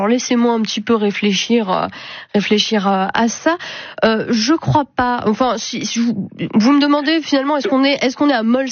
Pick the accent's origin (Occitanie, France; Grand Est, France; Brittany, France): Grand Est, France; Oh, ben, je suis de Moselle aussi.